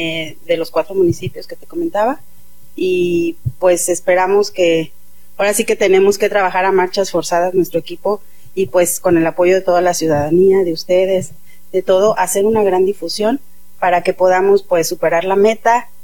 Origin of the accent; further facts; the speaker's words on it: Querétaro, Mexico; pacientes que somos de acá de la Sierra Gorda